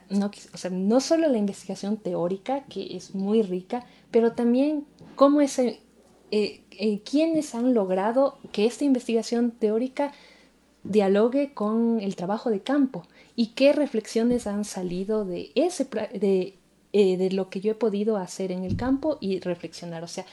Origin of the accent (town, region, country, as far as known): Ecuador